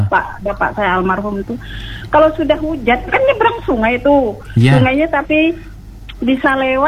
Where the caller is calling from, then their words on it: Balikpapan, East Kalimantan, Indonesia; Saya kan orang Balikpapan.